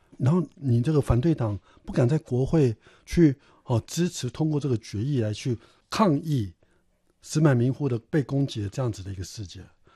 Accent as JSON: {"language": "Chinese", "country": "Taiwan"}